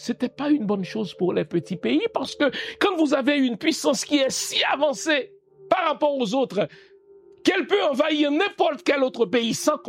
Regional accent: Haiti; je suis pas plus pro-chinois que pro-américain, je suis haïtien.

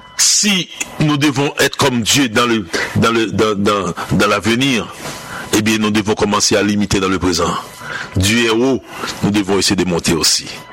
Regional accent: Haiti; Nous sommes d'Haïti, nous sommes haïtiens. Le pays a investi dans nous. Nous faisons dans le pays, nous respirons le pays.

